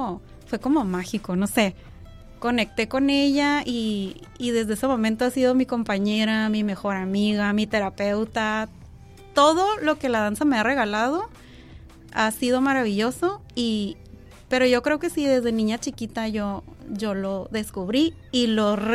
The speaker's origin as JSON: {"language": "Spanish", "town": "Tijuana", "region": "Baja California", "country": "Mexico", "tie": "born or raised there", "said": "De aquí, de Tijuana"}